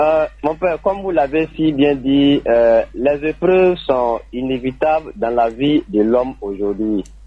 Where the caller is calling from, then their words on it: San-Pédro, Côte d’Ivoire; Je vous appelle de San Pedro.